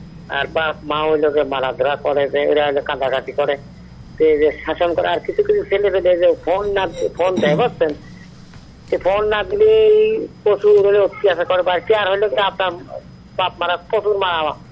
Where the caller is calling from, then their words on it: Pangsha, Dhaka Division, Bangladesh; বড়খোলা পাংশা থেকে বলছিলাম।